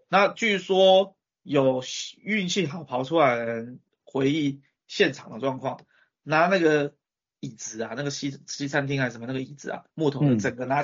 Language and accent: Chinese; Taiwan; 我们台湾人民